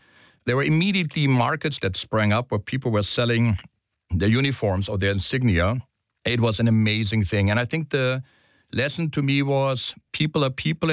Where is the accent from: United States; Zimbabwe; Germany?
Germany; Berlin; So I was born in West Berlin, the divided city.